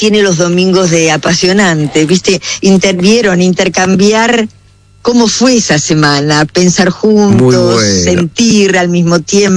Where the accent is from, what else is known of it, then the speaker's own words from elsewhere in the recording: Buenos Aires, Argentina; Yo nací en la ciudad de Buenos Aires, y los primeros años, hasta los 9 años, vivíamos con mi mami y con mi papá en la casa con mis abuelos